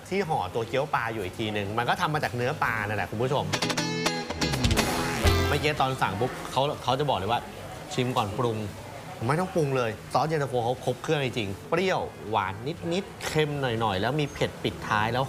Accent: Chonburi, Thailand; ผมก็เป็นคนชลบุรีนะก็ถือว่ามันก็จังหวัดเดียวกันนะ

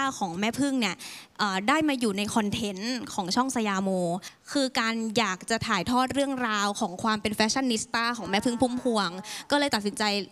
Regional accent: Southern Thailand, Thailand; เราเป็นลูกครึ่งใต้ลูกครึ่งเพชรบุรีแล้วตอนเด็กเนี่ยเราอยู่ที่ใต้

